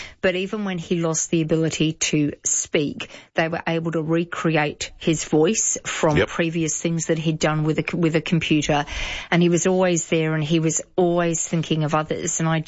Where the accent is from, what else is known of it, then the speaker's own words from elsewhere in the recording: England, United Kingdom; What I will share with you is I did a lot of my growing up in England at one point